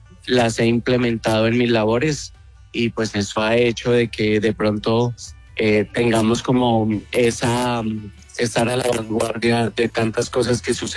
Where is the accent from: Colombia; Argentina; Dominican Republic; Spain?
Colombia; podemos tener nosotros como colombianos y sacar pecho de eso